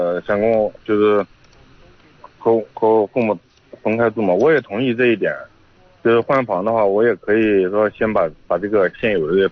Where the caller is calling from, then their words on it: Hunan, China; 我是湖南人。